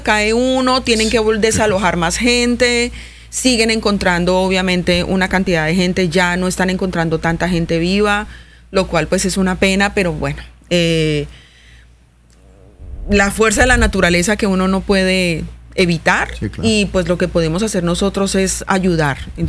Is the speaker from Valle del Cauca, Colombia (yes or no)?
yes; Cali, Valle del Cauca, Colombia; now in Mérida, Mexico; Yo soy de Cali.